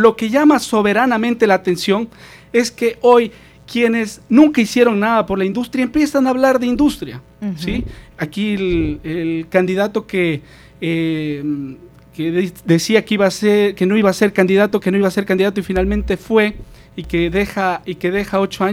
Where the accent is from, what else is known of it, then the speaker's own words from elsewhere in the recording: Santo Domingo, Santo Domingo de los Tsáchilas, Ecuador; nuestra ciudad, Santo Domingo.